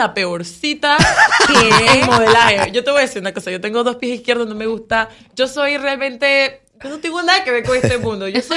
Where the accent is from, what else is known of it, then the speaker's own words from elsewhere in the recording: Panama; born there; Yo nací aquí en Panamá.